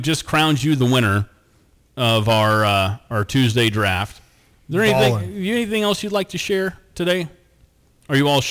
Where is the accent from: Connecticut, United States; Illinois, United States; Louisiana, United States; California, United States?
Illinois, United States; Paris; I'm from Paris, Illinois.